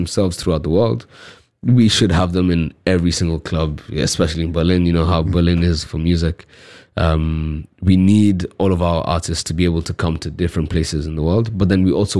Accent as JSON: {"language": "English", "country": "Kenya", "said": "But then I'm originally from Kenya. That's where my whole heritage is from. And that's where I live currently."}